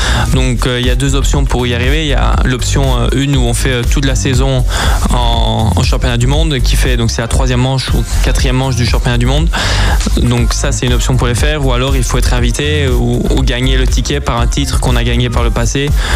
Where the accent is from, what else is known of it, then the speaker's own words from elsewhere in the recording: Belgium; En tant que Belge